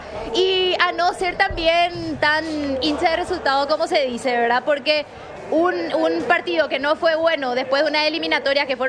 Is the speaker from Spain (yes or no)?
no; Paraguay; Somos de Paraguay